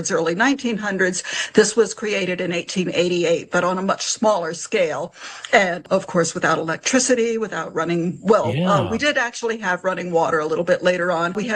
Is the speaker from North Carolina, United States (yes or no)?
yes; North Carolina, United States; I grew up in the mountains, although I grew up largely in the Appalachian Mountains, the Southern Appalachian Mountains in Western North Carolina.